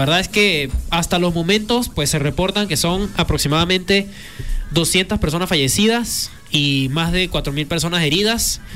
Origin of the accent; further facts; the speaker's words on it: Venezuela; now in Mexico; como venezolano, yo personalmente hablo por mi experiencia. Yo crecí con la teoría de que Venezuela está relativamente protegida geográficamente